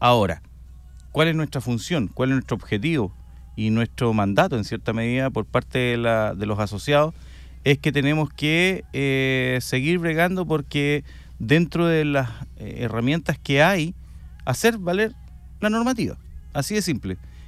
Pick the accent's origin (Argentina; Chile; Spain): Chile